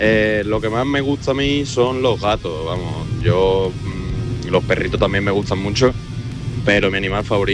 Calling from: Seville, Andalusia, Spain; Hola, buenas tardes a todos. … de Sevilla.

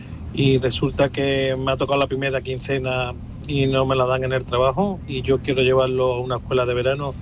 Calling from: Seville, Andalusia, Spain; de Sevilla.

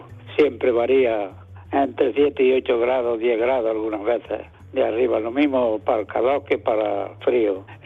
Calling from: Almuñécar, Andalusia, Spain; de Almuñécar, de la Peña del Aguacate.

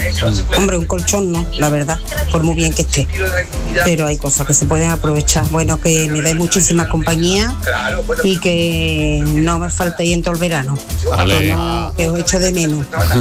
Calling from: Seville, Andalusia, Spain; Buenos días … de Sevilla.

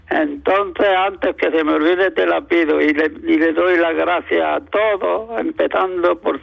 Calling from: Almuñécar, Andalusia, Spain; de Almuñécar.

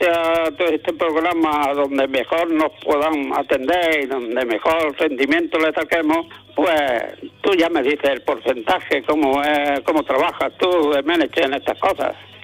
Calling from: Almuñécar, Andalusia, Spain; de Almuñécar, el gerente de la Peña El Aguacate.

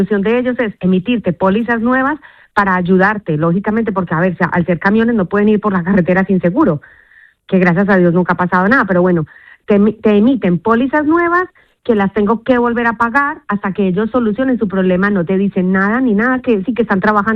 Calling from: Vélez-Málaga, Andalusia, Spain; yo también soy de Vélez, Málaga

